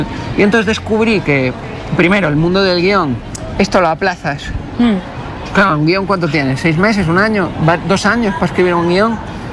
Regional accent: Canary Islands, Spain; born there; Tú no te olvides nunca, porque claro, yo vengo a la ser gallego, gallego, gallego. Eso a mi madre le partía el corazón. Porque yo nací en Canarias, tú eres canario.

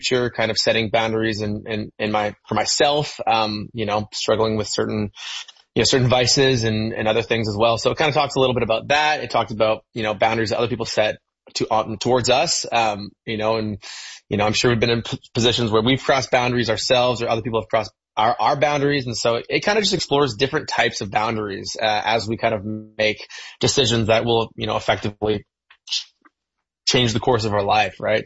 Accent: London, Ontario, Canada; my hometown, which is London, Ontario.

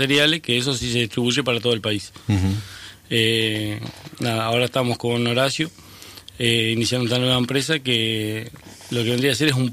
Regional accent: José Enrique Rodó, Soriano, Uruguay; moved away as an adult; also born or lived in Montevideo; now in Colonia, Uruguay; Yo soy oriundo de Soriano. Me fui a los 18 años, me fui a vivir a Montevideo.

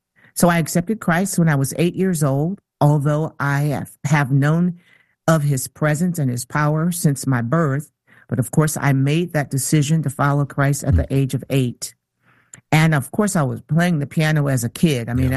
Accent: Jackson, Michigan, United States; moved away as an adult; Well, I grew up in southern Michigan, not too far from Detroit, and my hometown is Jackson, Michigan.

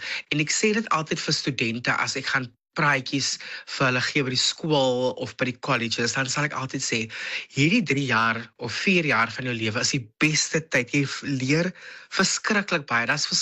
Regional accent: Bellville, Western Cape, South Africa; also born or lived in Malmesbury; now in Stellenbosch, South Africa; 36 jaar oud. En ek het my hele lewe lank het ek groot geword in die Bellville area, daar skool gegaan by tegniese skool.

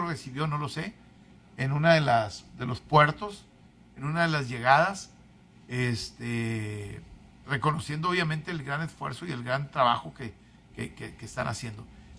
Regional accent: Mexico; Qué orgulloso se siente uno como mexicano

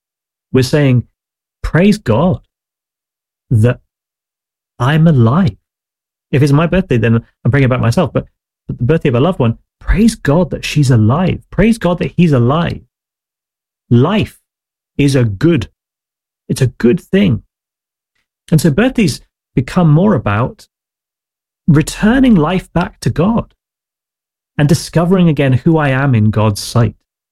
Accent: United Kingdom; I'm a Brit

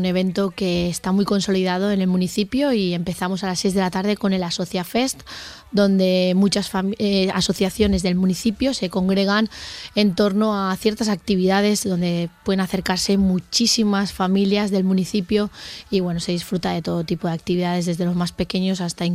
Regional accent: Xirivella, Valencian Community, Spain; producto típico de Chirivella, que son les botifarres en oli, o les botifarres de seba, que digo en allí en mi pueblo.

